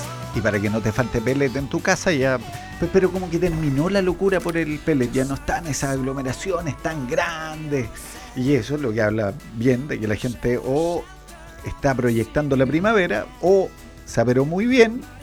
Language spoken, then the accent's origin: Spanish; Biobío, Chile; moved away; Yo te digo que vengo de la región del Biobío, donde era muy común.